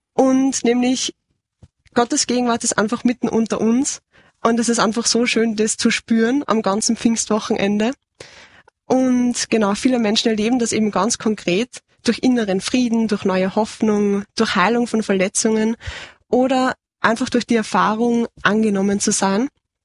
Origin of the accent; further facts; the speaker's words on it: Lower Austria, Austria; moved away as an adult; now in Vienna, Austria; Wir sind beide aus der Nähe von Wieselburg.